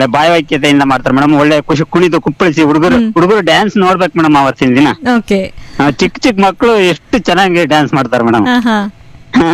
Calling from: Chitradurga district, Karnataka, India; ಚಿತ್ರದುರ್ಗ ಜಿಲ್ಲೆ.

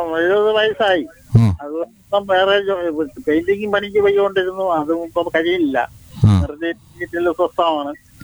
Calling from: Ambalathinkala, Kerala, India

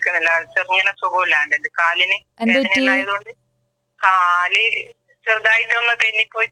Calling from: Kallerikkara, Kerala, India; Kallerikkara.

